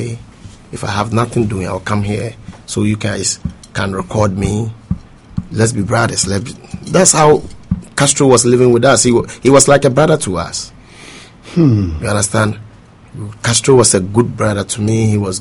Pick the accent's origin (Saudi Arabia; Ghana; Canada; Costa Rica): Ghana; moved away; also born or lived in United States; I'm back to Ghana doing music again.